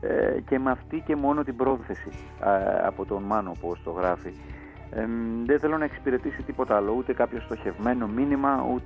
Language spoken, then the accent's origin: Greek; Greece; και οι προσλαμβάνωσεις που έχουμε και ως Έλληνες γενικότερα στα ακούσματά μας και η παράδοσή μας.